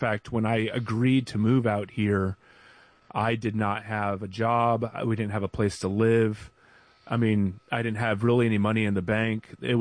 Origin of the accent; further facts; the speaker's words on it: South Carolina, United States; because where I grew up in South Carolina, when we talked about diversity, it was just primarily, you know, Caucasian and Black, and that was it.